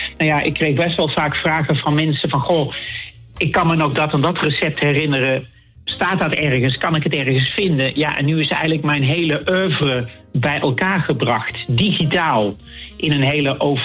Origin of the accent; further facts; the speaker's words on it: North Brabant, Netherlands; accent: Brabantse tongval; het is mijn accent schijnt herkenbaar te zijn. Dus die Brabantse tongval gaat er toch nooit uit.